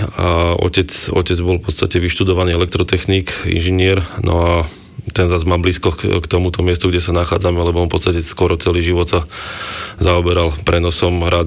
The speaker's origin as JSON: {"language": "Slovak", "town": "Trenčín", "region": "Trenčín Region", "country": "Slovakia", "tie": "born or raised there", "said": "Ako dieťa som bol v podstate stále v okne. To boli v podstate koniec 80. rokov, začiatok 90. rokov"}